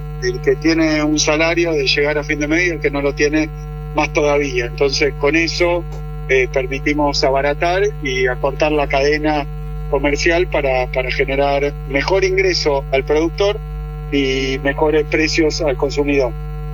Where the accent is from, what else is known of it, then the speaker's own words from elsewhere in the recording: Buenos Aires Province, Argentina; En esto somos bonaerenses, pero somos argentinos